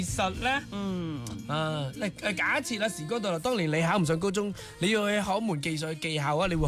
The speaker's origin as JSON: {"language": "Cantonese", "region": "Guangdong", "country": "China"}